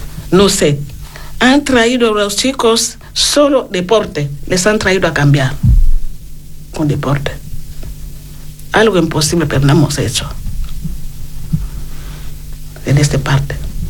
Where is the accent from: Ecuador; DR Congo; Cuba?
DR Congo; Spanish is a second language; now in Spain; el tema de violencia de género, que es mucho en mi país.